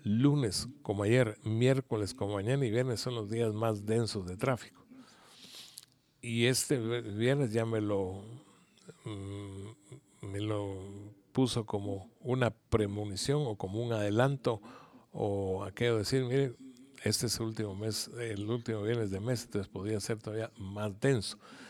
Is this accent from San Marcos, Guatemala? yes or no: no; Guatemala City, Guatemala Department, Guatemala; somos capitalinos